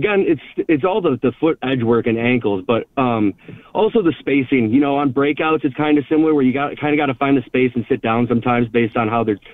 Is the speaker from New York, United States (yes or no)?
yes; Depew, New York, United States; I was a hockey and football guy at DePew growing up